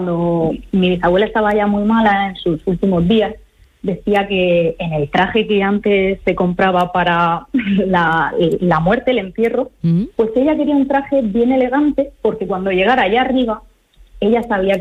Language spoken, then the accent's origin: Spanish; Campos del Río, Region of Murcia, Spain; Nosotros somos de Campos del Río, un pequeño pueblo de la región de Murcia, con mucho encanto.